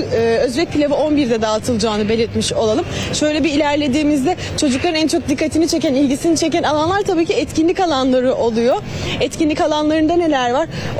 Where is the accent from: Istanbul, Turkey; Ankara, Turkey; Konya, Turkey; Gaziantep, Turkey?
Gaziantep, Turkey; Hemen arkamda Gaziantep'liyim ben. Memleketim de burada.